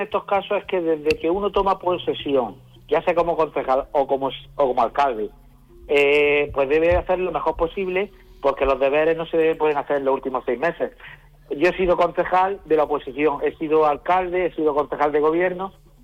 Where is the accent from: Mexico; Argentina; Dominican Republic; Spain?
Spain; Carboneras, Andalusia; Yo soy un trabajador y un empleado de mi pueblo, de mis ciudadanos.